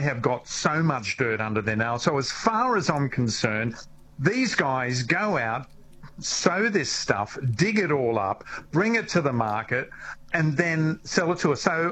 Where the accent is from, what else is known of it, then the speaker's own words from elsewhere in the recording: New South Wales, Australia; now in Victoria, Australia; I came from New South Wales.